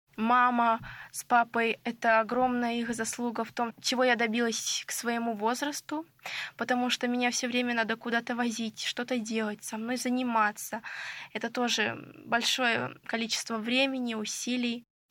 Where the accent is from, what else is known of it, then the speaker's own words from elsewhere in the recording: Ulan-Ude, Buryatia, Russia; Я приехала из города Улан-Удэ, Республики Бурятия. Мне 15 лет